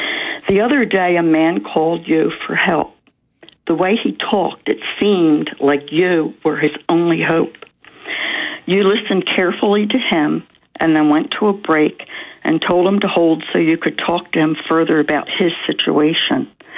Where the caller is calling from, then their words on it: Ventnor City, New Jersey, United States; from Ventnor.